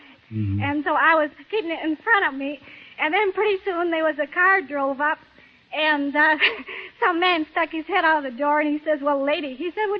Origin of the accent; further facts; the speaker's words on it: Kalamazoo, Michigan, United States; born there; Kalamazoo, Michigan.